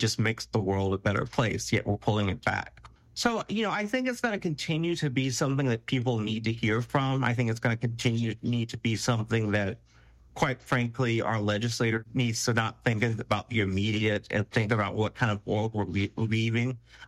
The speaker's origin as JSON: {"language": "English", "town": "Charleston", "region": "South Carolina", "country": "United States", "tie": "born or raised there", "moved": "yes", "lives_now": "Arizona, United States"}